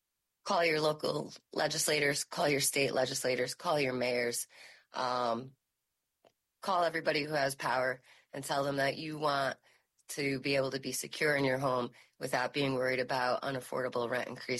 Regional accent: Albany, New York, United States; Like I said, I'm myself in Albany

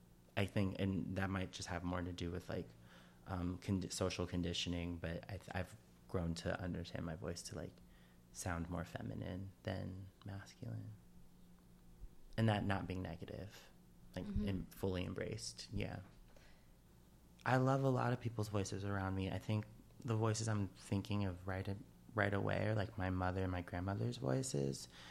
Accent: Chicago, Illinois, United States; I'm from Chicago, Illinois.

